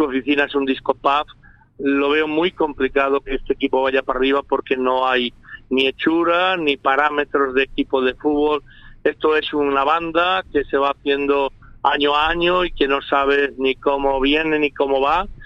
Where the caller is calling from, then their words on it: Marín, Galicia, Spain; Hola, muy buenas tardes, y hoy sí, calurosas desde mi pueblo, desde Marín, Pontevedra, y nada.